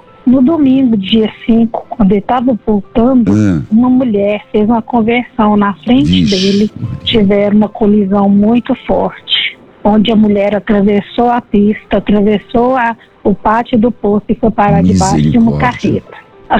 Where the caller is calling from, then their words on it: Lagoa da Prata, Minas Gerais, Brazil; sou de Lagoa da Prata.